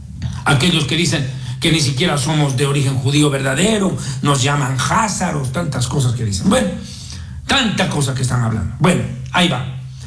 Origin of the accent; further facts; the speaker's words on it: Israel; habemos israelíes que estamos en contra de muchas cosas de las que pasan en este país